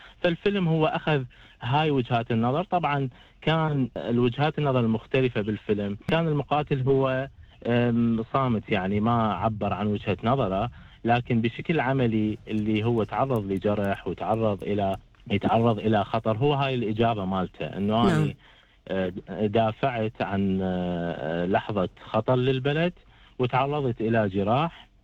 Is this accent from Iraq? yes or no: yes; Iraq; طبعا كعراقي حس بهذا الخطر،